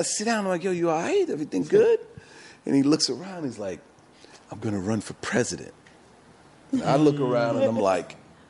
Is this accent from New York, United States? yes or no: yes; New York City, New York, United States; also born or lived in Mount Vernon, New York; I'm born and raised in New York and in the Bronx.